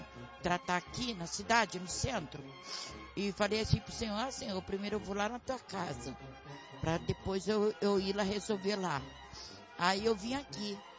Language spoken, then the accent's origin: Portuguese; Bangu, Rio de Janeiro, Brazil; Lá de Bangu.